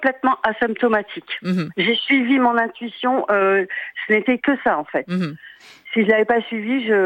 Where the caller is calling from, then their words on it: Brittany, France; je suis bretonne.